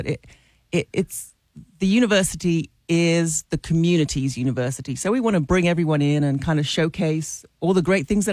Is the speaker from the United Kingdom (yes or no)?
yes; London, United Kingdom; now in Arkansas, United States; So, I mean, I'm a transplant to Arkansas. I'm from London originally, if you couldn't tell.